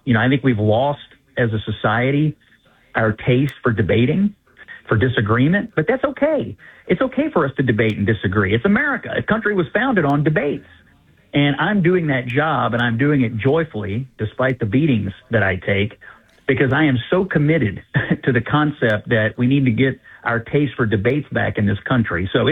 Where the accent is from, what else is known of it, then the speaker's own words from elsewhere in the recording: Kentucky, United States; Well, I'm from Kentucky, first of all, and my first broadcasting jobs were as a teenager. I worked in a small town radio in West Kentucky when I was in high school